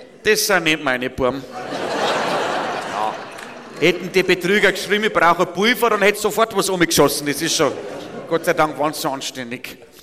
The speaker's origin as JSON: {"language": "German", "region": "Bavaria", "country": "Germany", "said": "wie man es bei uns im Bayerischen Wald nicht jeden Tag sieht."}